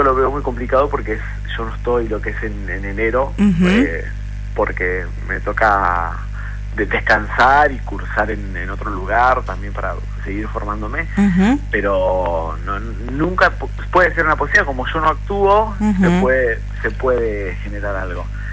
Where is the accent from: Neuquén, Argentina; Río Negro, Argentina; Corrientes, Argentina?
Río Negro, Argentina; born there; yo soy nací en Río Negro.